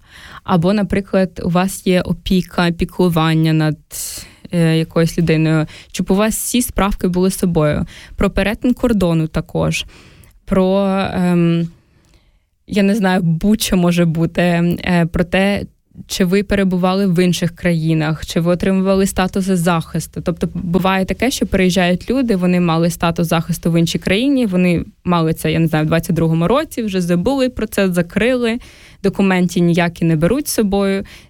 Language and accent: Ukrainian; Zaporizhzhia, Zaporizhzhia Oblast, Ukraine; Мені було 16 тоді, коли війна застала нас в Запоріжжі. Я виросла в Запоріжжі.